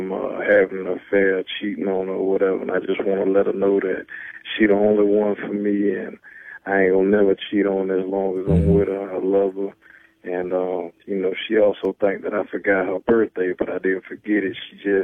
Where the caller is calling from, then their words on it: Tampa, Florida, United States; I'm calling from Tampa, Florida.